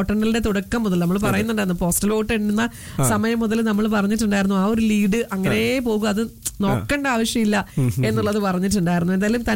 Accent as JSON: {"language": "Malayalam", "town": "Puthuppally", "region": "Kerala", "country": "India", "tie": "born or raised there", "said": "ഞാനിപ്പോൾ ആരോടെങ്കിലും നാട്ടിൽ എവിടെയാണെന്ന് പറഞ്ഞു കഴിഞ്ഞാൽ, ഞാൻ പുതുപ്പള്ളി എന്ന് പറഞ്ഞു കഴിഞ്ഞാൽ"}